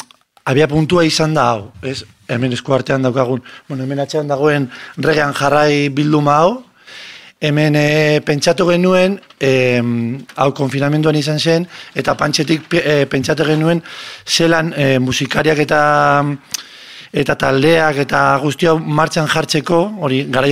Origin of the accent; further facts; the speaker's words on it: Bilbao, Basque Country, Spain; en plan, haupa, Bilbokoak gara